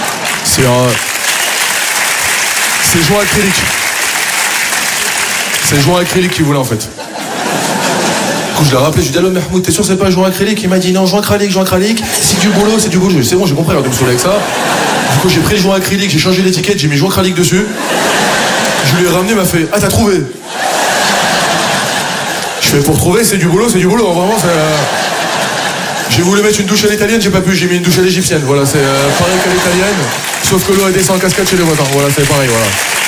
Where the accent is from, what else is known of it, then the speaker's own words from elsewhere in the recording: France; je suis fier de mes origines et je suis fier d'être français, moi aussi. Je suis un bon français